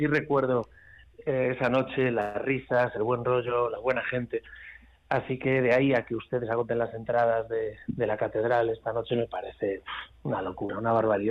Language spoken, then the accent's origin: Spanish; Ferrol, Galicia, Spain; soy del 83, de Ferrol